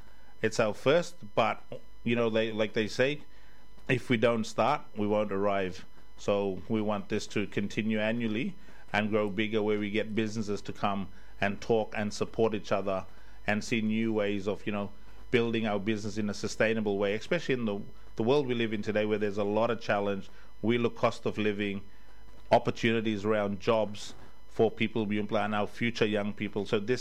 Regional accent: Queensland, Australia; I come from Masi, Kulkalgal Nation.

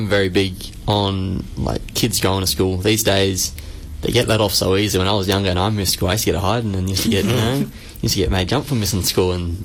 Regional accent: Perth, Western Australia, Australia; moved away as an adult; also born or lived in Albany; now in Northam, Australia; I grew up on Menang country, so down in Albany, as a very young fella. And then when I was about 5, I moved back up to Perth. I lived in a place called Lockeridge, which I still have a bit of connection to family-wise

